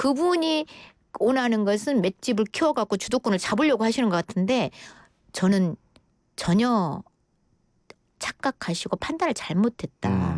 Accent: Muan, South Jeolla, South Korea; born there; now in Mokpo, South Korea; 제가 호남의 딸, 무안에서 태어나고 목포에서 현재도 살고 있는 사람이면서

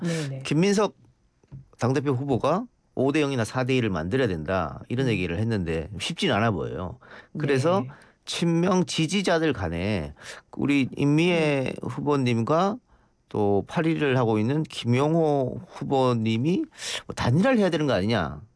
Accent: Andong, North Gyeongsang, South Korea; 저도 고향이 경북 안동이어서

